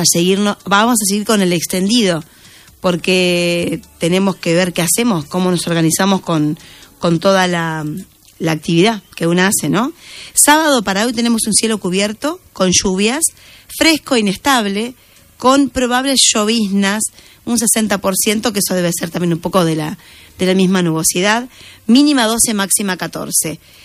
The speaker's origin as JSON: {"language": "Spanish", "country": "Argentina", "said": "viste cómo somos los argentinos."}